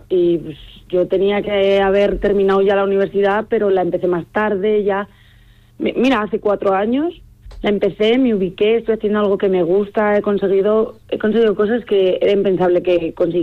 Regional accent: Palencia, Castile and León, Spain; yo soy de Palencia

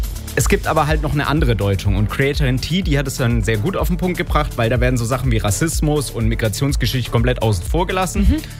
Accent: Austria; Also ich bin Österreicher

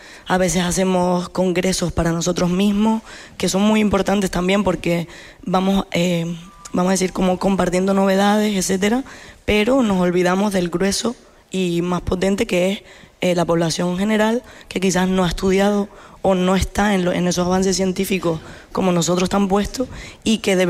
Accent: Canary Islands, Spain; todas las personas que habitamos Canarias, que somos canarias, y desde que nacemos

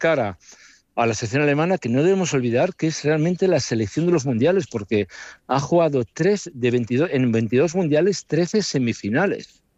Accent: Spain; Y yo soy español y alemán, ¿eh? Entonces, voy con España, claramente.

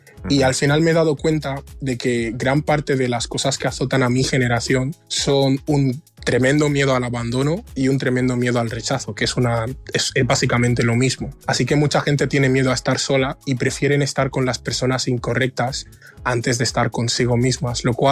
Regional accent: Equatorial Guinea; hay gente a la que le resulta difícil creer que yo soy ecuatoguineano.

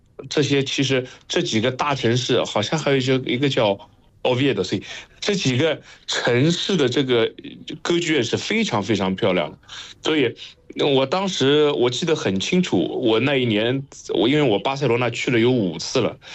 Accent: China

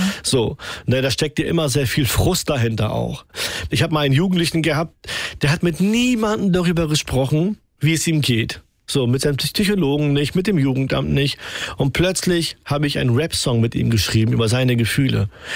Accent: Ulzburg, Schleswig-Holstein, Germany; born there; Ich bin hier geboren, 88, in Ulzburg. So, spreche Hochdeutsch. Mit meiner Heimat habe ich so wenig zu tun.

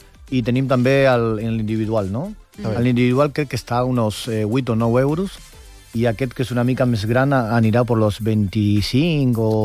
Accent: Argentina; moved away; sóc argentí

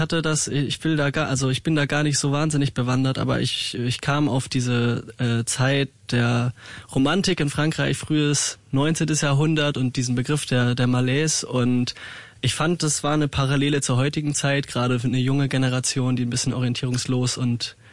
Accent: Schleswig-Holstein, Germany; moved away as an adult; now in Halle, Germany; wir sind aus dem Norden, Jakob und ich, Nähe Kiel und ich bin zum Studium nach Halle gekommen

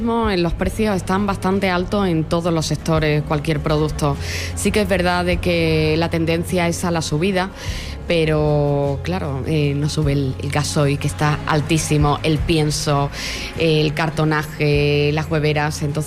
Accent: Extremadura, Spain; vengo desde Extremadura

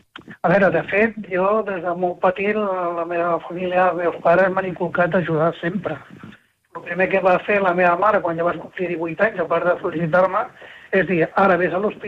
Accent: Granollers, Catalonia, Spain; La doctora i jo som de Granollers.

